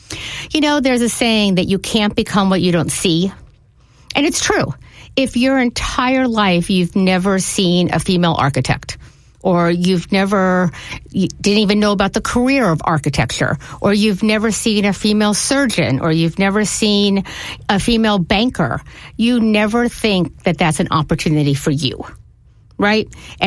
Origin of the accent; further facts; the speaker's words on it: Tulsa, Oklahoma, United States; I still have both my parents in my life. I grew up in Tulsa, Oklahoma, and my father said I could do whatever I wanted to do.